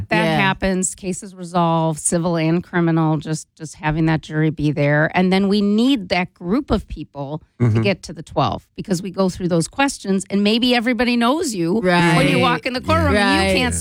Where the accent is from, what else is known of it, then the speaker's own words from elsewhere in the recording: Cleveland, Ohio, United States; There's people, I served on a jury in my hometown of Cleveland.